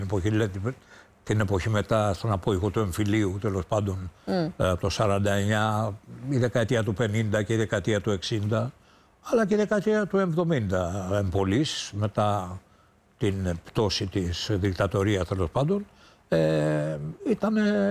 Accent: Chaidari, Attica, Greece; also born or lived in Aigaleo; Εγώ γεννήθηκα στο Εγάλαιο και πολύ μικρός, περίπου τα 3 με 3,5 μου χρόνια, μετακόμισε η οικογένειά μου στο Χαϊδάρι και άρα είμαι μεγάλωσα στο Χαϊδάρι.

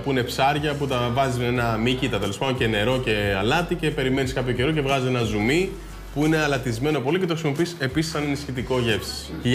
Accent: Egypt; now in Greece; Και τους λέω είμαι από την Αίγυπτο, αυτοί παθαίνουν σοκ.

